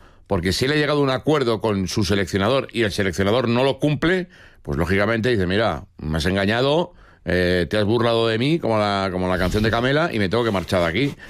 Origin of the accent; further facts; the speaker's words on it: Madrid, Community of Madrid, Spain; Es como yo que nací en O'Donnell, en la maternidad de O'Donnell, pero claro, yo estaba en Vallecas. No había hospital en Vallecas.